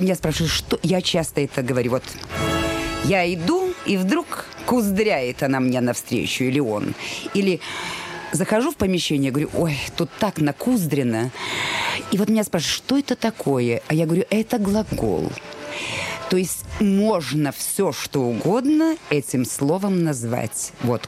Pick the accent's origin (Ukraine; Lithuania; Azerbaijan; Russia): Ukraine; Dnipropetrovsk, Dnipropetrovsk Oblast; moved away as an adult; Но я приехала из Днепропетровска. Я до этого работала в театре в Днепропетровске. Кто меня тут знает? Провинциальную актрису.